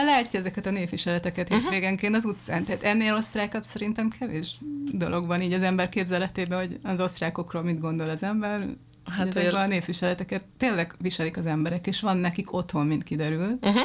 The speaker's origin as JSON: {"language": "Hungarian", "region": "Budapest", "country": "Hungary", "moved": "as an adult", "lives_now": "Linz, Austria", "said": "én budapesti vagyok"}